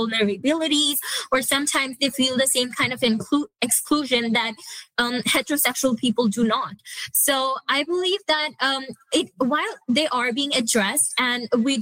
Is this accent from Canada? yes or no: yes; Saskatoon, Saskatchewan, Canada; because I'm from Saskatoon, so I come from a large public school from a city.